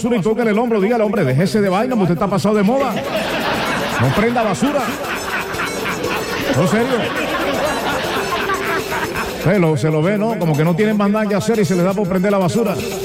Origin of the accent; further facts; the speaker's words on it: Zipacoa, Bolívar, Colombia; now in Cartagena, Colombia; Yo soy de un pueblecito por aquí, entre Santa Rosa y Villanueva, llamado Zipacoa.